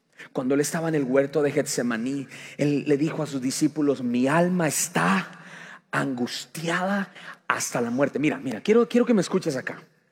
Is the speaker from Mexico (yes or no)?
no; Colombia; Eso lo puedo decir porque soy colombiano.